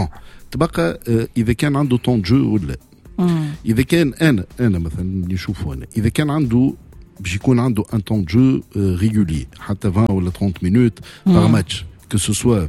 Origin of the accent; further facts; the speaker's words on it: Tunisia; انا شنو نقول كتونسي